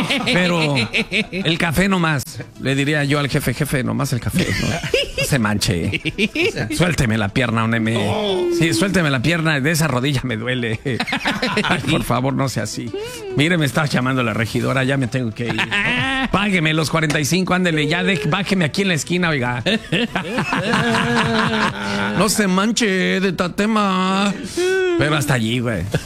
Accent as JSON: {"language": "Spanish", "country": "Mexico", "said": "Yo soy de México, yo no soy de Estados Unidos."}